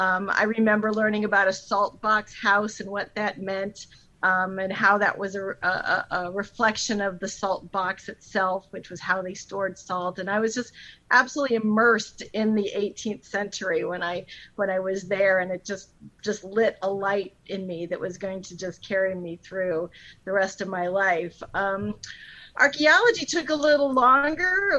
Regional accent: Ohio, United States; I grew up in Northeast Ohio

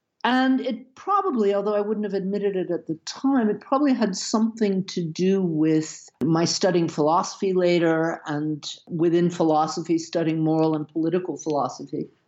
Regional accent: Atlanta, Georgia, United States; born there; So I was born in Atlanta, Georgia in 1955 in the middle of the civil rights movement. But I never really considered myself a Southerner until fairly recently, because my parents had moved from Chicago just before I was born.

